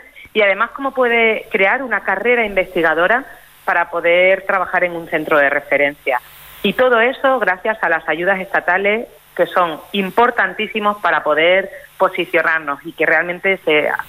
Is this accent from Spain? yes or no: yes; Jaraíz de la Vera, Extremadura, Spain; now in Madrid, Spain; alguien de un pueblo de Extremadura, de un pueblo chiquitito, que yo soy de Jaraíz de la Vera